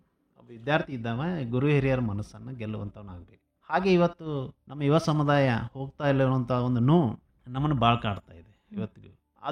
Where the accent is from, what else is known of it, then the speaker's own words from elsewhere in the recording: Giriyal, Karnataka, India; 1981 October 28 ನನ್ನ ಜನನ ಆಯಿತು ಗಿರಿಯಾಲ್ ಗ್ರಾಮದಲ್ಲಿ, ಬೇಲಂಗಲ್ ತಾಲೂಕಿನ ಗಿರಿಯಾಲ್ ಗ್ರಾಮ. … ಮೂಲತಃ ನಮ್ಮದು ಆ ಗ್ರಾಮದಲ್ಲೇ ಒಂದಿಷ್ಟು ಅವಿವ್ಯಕ್ತ ದೊಡ್ಡ ಕುಟುಂಬ.